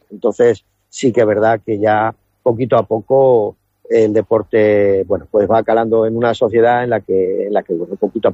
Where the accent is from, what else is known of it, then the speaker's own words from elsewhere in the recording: Puertollano, Castilla-La Mancha, Spain; porque somos de Puerto Llano, somos, como decimos, hechos de acero, una ciudad minera